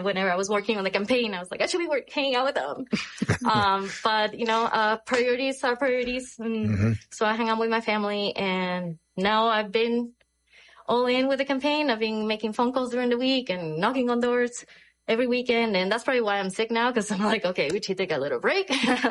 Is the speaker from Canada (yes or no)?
no; Peru; moved away as an adult; now in Clear Creek County, United States; I'm originally from Peru. On December 2005, I came with an exchange program to work at Loveland Ski Area.